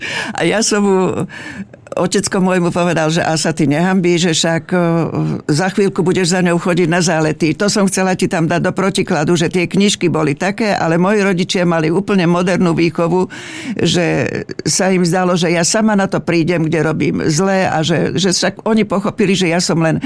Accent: Blatnica, Žilina Region, Slovakia; Ja pochádzam z Blatnice, že neviem, či som to už spomenula, a u nás boli ľudia, ktorí chodili obchodovať do Ruska.

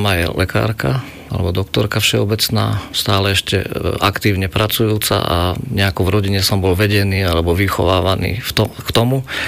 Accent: Dolný Kubín, Žilina Region, Slovakia; also born or lived in Košice; Ja som sa narodil v Košiciach, ku koncu štúdií mojej mamy. Potom ona bola preložená alebo inštalovaná ako lekárka všeobecná do Dolného Kubína, kde sme žili nejakých 10 rokov.

